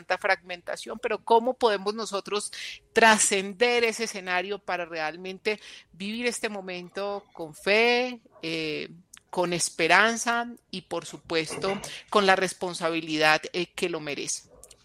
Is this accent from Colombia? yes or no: yes; Colombia